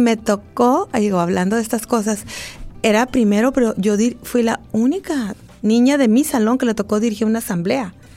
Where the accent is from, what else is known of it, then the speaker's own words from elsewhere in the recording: Tijuana, Baja California, Mexico; Soy de aquí, de Tijuana. Mis papás también llegaron cuando eran muy chicos.